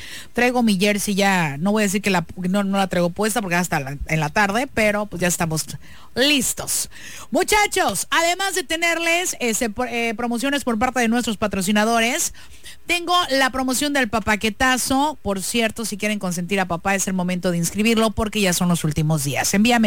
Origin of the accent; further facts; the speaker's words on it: Mexico; Como buena tía mexicana que soy.